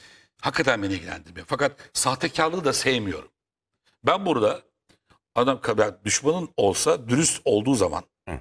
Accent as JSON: {"language": "Turkish", "region": "Istanbul", "country": "Turkey", "tie": "born or raised there", "said": "Yıllar boyunca Bağdat Caddesi'nde büyüdük biz."}